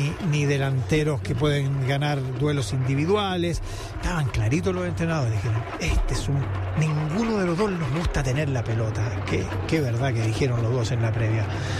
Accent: Chile

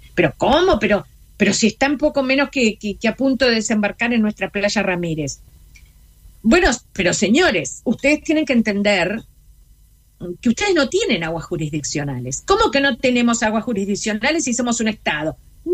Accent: Uruguay

